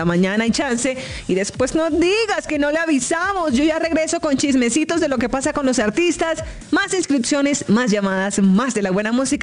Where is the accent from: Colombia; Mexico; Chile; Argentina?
Colombia